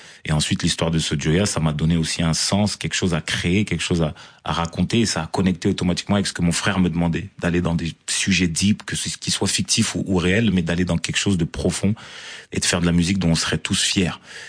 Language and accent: French; Marseille, Provence-Alpes-Côte d'Azur, France; quand je dis des fois aux gens que je viens de Marseille, ils disent mais tu dégages pas du tout la vibe de Marseille